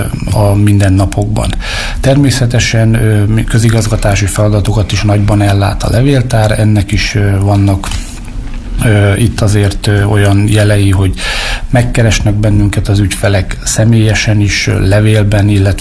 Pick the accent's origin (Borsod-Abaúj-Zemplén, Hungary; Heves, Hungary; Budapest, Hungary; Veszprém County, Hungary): Borsod-Abaúj-Zemplén, Hungary; Én Bodrog, közi Bodrog zugi származású vagyok